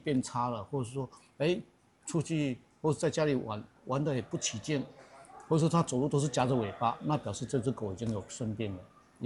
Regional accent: Shanxi, China; 把我们的山西的文化、面食文化更深耕

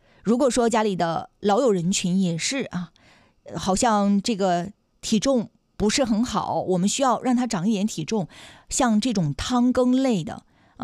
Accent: Northeast China, China; 咱们东北人比较喜欢的

